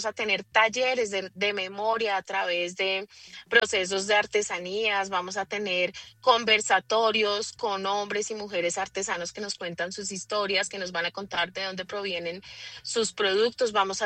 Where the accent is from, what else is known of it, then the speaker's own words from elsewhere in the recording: Santander, Colombia; No soy paisa, soy santandereana, orgullosamente santandereana.